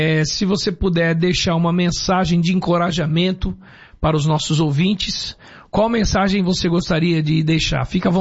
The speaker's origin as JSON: {"language": "Portuguese", "country": "Brazil", "said": "Como brasileiro, eu componho todos os gêneros musicais que me cercam."}